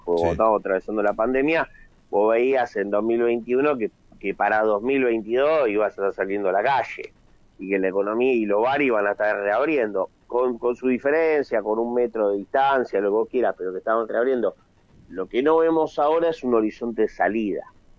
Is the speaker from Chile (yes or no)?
no; Argentina